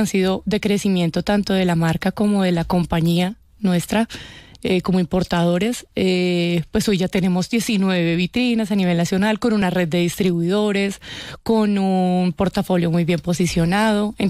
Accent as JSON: {"language": "Spanish", "town": "Ibagué", "region": "Tolima", "country": "Colombia", "lives_now": "Bogotá, Colombia", "said": "Bueno, yo soy de Ibagué."}